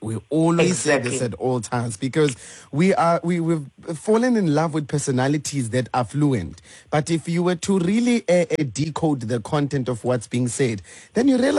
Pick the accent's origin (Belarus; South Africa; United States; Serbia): South Africa; us as South African also citizens